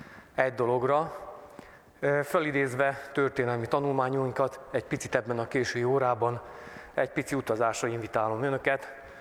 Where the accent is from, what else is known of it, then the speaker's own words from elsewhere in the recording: Novi Kneževac, Vojvodina, Serbia; born there; de én török kanizsán születtem. Magyar kanizsával szemben van.